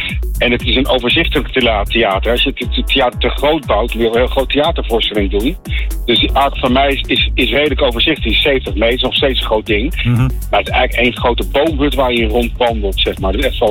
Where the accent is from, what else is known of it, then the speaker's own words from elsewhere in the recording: Rotterdam, South Holland, Netherlands; Ik ben zelf Rotterdammer. Ja. Ik ben getogen Rotterdam. Dus bij de Euromast opgepoest